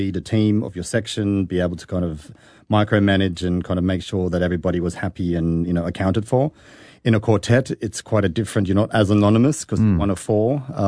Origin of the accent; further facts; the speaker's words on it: Sydney, New South Wales, Australia; now in Berlin, Germany; I'm from Sydney